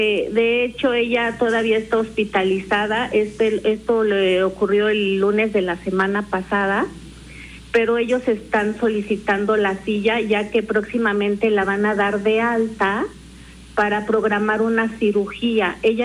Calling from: Cuautlancingo, Puebla, Mexico; Le llamo de Cuautlancingo.

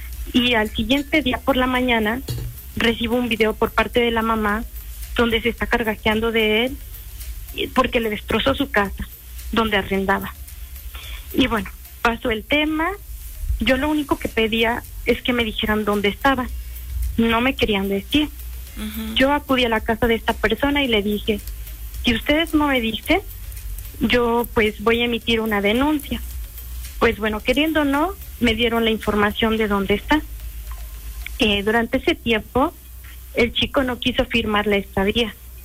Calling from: Puebla, Mexico; De un municipio de aquí, del estado de Puebla.

